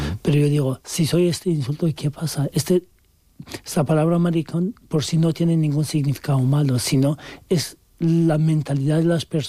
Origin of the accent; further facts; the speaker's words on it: Turkey; Spanish is a second language; now in Spain; soy turco y podía pasar más fácil que los otros muchos